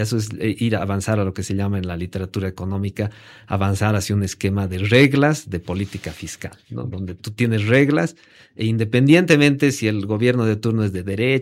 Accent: Bolivia

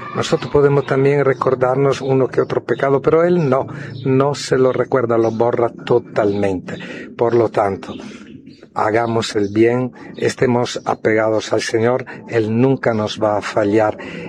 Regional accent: Montero, Santa Cruz, Bolivia; me ha dado mucha alegría fue ver en el Chior a varios de Montero que vinieron ahí a saludarme. Yo soy de Montero.

